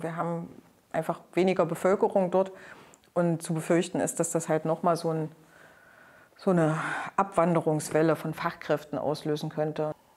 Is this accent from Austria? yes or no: no; Merseburg, Saxony-Anhalt, Germany; Ich komme ja ursprünglich aus Merseburg, habe also mit Buna und Schkopau mein ganzes Leben lang quasi irgendwie zu tun gehabt.